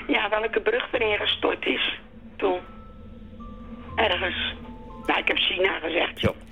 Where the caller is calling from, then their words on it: Vlaardingen, South Holland, Netherlands; Uit Vlaardingen.